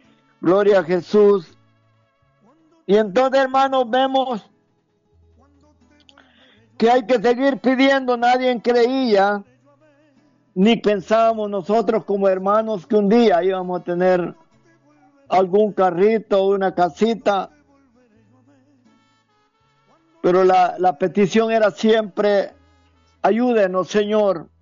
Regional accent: El Salvador; ya eran los lugares donde como salvadoreños buscábamos, buscando la vida, pidiendo a Dios. Pero un día regresamos a nuestro país

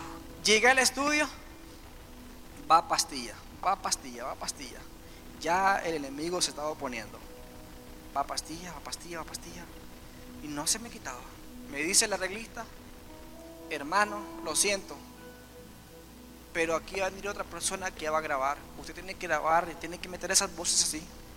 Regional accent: Nicaragua; moved away; fue la canción que más me dio a conocer allá en mi país.

